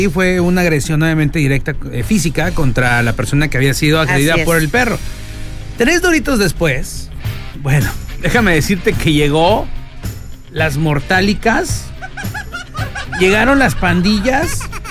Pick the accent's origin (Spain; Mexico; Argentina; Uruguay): Mexico